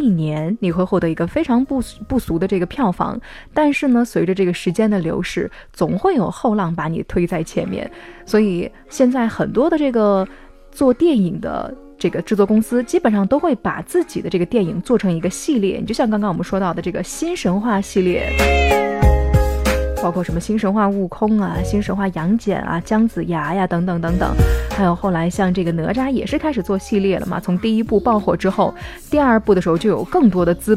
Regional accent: China; 我们中国人

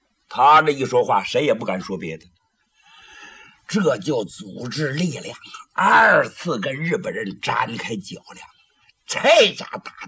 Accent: Northeast China, China; 我小的时候就在伪满洲国呀

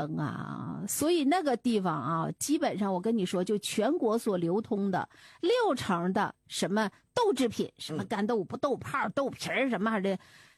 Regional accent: Heilongjiang, China; 我们黑龙江那块儿呢是属于高纬度，日照时间比较长，而且昼夜温差比较大。

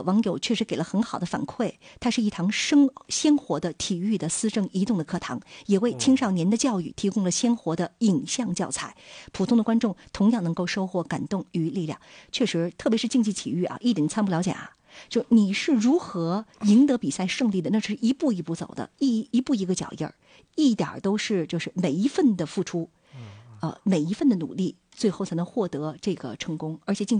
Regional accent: Dalian, Liaoning, China; 咱们大连人拍摄的

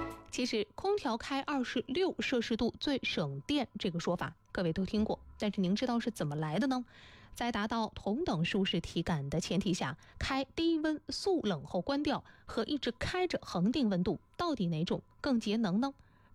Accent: Hefei, Anhui, China; 我们合肥人

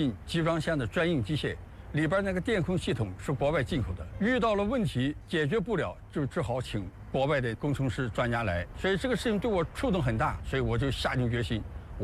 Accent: China

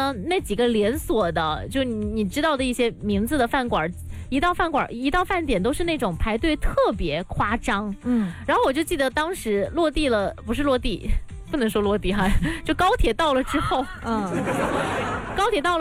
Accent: Guangdong, China; 我们广东人

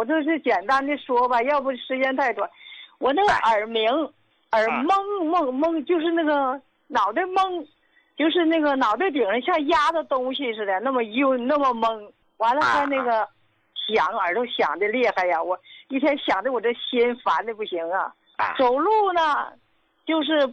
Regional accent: Qinhuangdao, Hebei, China; 我是秦皇岛的。

